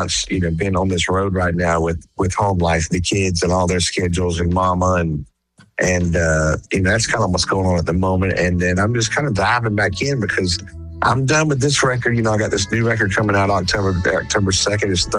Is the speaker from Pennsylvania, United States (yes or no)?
no; South Carolina, United States; I'm from South Carolina